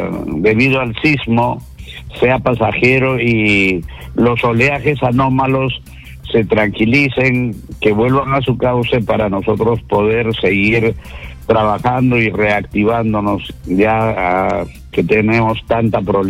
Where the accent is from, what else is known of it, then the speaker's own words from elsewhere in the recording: Peru; Como peruanos, es nuestra tradición, nuestra cultura